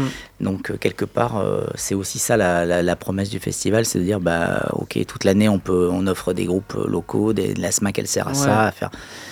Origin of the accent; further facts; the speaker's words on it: France; on est français